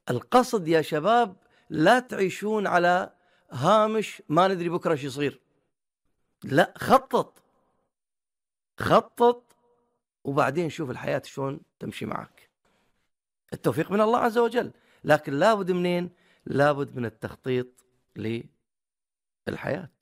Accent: Bahrain; عندنا في البحرين أماكن سياحية جميلة

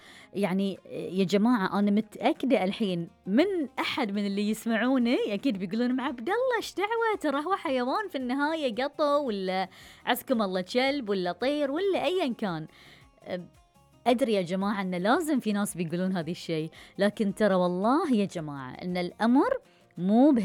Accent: Bahrain; لأشخاص عندنا في البحرين

